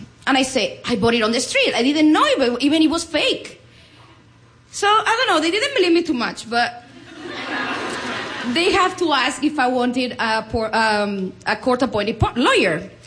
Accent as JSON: {"language": "English", "country": "Spain", "second_language": "English"}